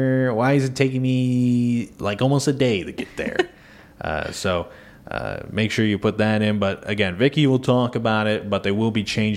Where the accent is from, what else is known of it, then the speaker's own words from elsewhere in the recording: Ottawa, Illinois, United States; But you got to avoid that with Ottawa. When my hometown.